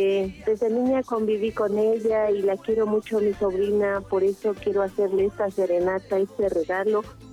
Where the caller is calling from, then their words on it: San Vicente Chicoloapan, State of Mexico, Mexico; De San Vicente, Chicoloapan